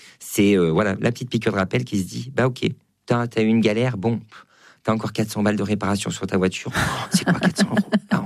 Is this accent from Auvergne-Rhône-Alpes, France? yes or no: yes; Auvergne-Rhône-Alpes, France; Moi, je viens d'Auvergne, c'est très très beau.